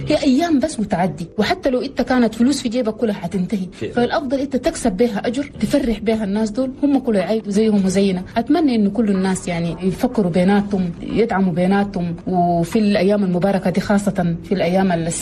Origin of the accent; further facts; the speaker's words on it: Chad; بس نحن كمجتمع تشادي مجتمع رحيم، في كثير من الأسرة التشادية تلقى واحد عنده أخوه ما بخلي